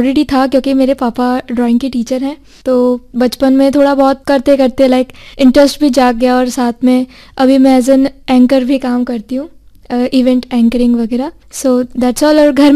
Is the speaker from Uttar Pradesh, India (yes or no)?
no; Udaipur, Rajasthan, India; मैं वैसे उदयपुर की ही रहने वाली हूँ और मैंने अपनी स्कूलिंग गुरु नानक से की है